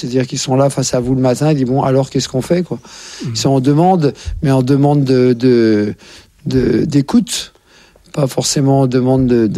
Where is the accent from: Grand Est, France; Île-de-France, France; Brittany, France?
Île-de-France, France; Courbevoie; born there